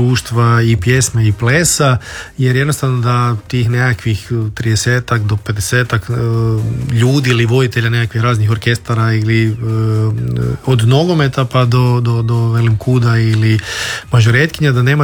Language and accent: Croatian; Croatia; accent: Kajkavian; Ja govorim kajkavski, ne, čak se sad malo kontroliram